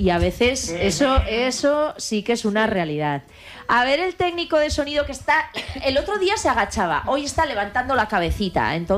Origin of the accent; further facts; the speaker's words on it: Pamplona, Navarre, Spain; como personas que vivimos en Pamplona, que somos de Pamplona.